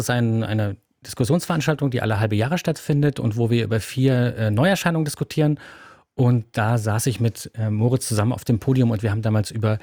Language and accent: German; Thuringia, Germany; Wir sind beide Thüringer übrigens